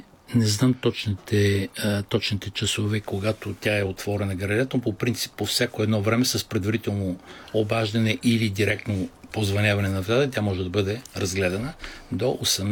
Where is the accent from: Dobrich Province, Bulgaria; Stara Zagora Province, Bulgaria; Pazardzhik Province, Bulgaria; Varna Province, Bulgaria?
Stara Zagora Province, Bulgaria; Kazanlak; Ежегодно имаме, изложба се нарича Мини Принт Казанлък. Тя беше основана през 2013 година в родния ми град, който аз обичам, в който се връщам всяка година.